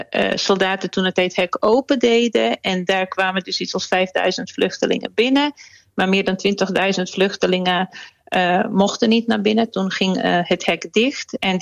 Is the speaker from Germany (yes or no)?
no; Srebrenica, Republika Srpska, Bosnia & Herzegovina; now in Netherlands; Ja, kijk, ik kom zelf uit Srebrenica.